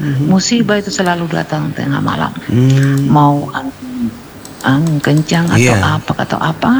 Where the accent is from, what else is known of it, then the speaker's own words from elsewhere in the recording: Maros, South Sulawesi, Indonesia; born there; also born or lived in Pangkep; Paling parah memang di kampungku di Maros juga.